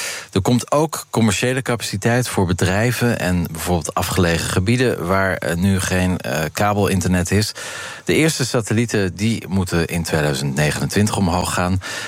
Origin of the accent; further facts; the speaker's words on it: Zeeland, Netherlands; Nou ja, ik ben opgegroeid in Zeeland. En toen ik klein was, gingen wij op zondag naar Antwerpen.